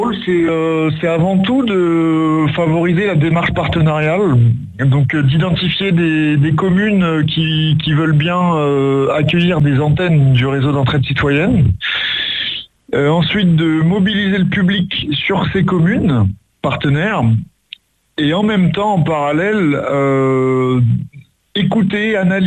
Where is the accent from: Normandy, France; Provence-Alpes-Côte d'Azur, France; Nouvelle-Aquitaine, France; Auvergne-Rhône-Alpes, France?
Normandy, France; Incarville; now in Rouen, France; j'ai 31 ans, j'habite actuellement à Rouen, mais j'ai grandi à Incarville